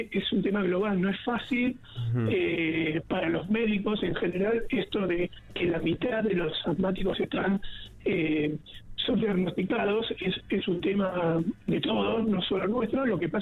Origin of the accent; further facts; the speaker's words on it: Buenos Aires, Argentina; Por más de que no somos de Córdoba, después él volvió a Buenos Aires, donde es mi familia